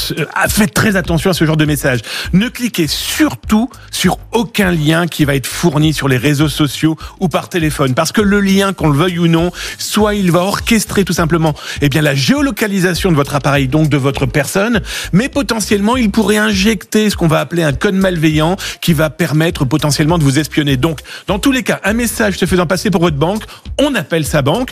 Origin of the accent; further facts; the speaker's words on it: Saint-Flour, Auvergne-Rhône-Alpes, France; Ah, de Saint-Flour.